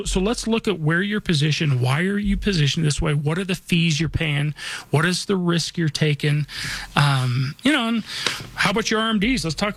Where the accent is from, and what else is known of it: Denver, Colorado, United States; born or raised there